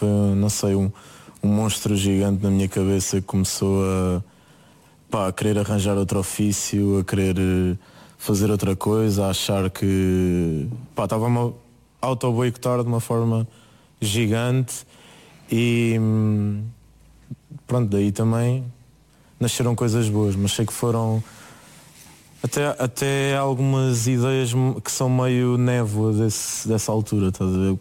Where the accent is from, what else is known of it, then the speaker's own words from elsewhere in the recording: Ourém, Centro, Portugal; Eu digo sempre primeiro que sou de Orém, mas depois tenho que dizer que é, opá, o pé de Fátima.